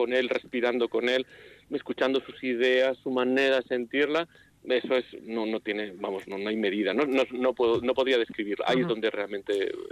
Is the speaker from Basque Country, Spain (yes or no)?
yes; Vitoria, Basque Country, Spain; somos una familia de Saramaga y que hemos crecido en Vitoria y bueno, pues hay cosas de nuestra tierra que nos gustan, otras que no nos gustan tanto